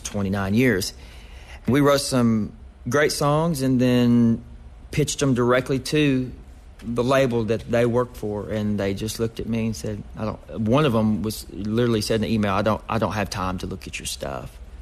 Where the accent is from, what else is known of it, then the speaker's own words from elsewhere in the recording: Kentucky, United States; And that's the way I grew up in Kentucky doing it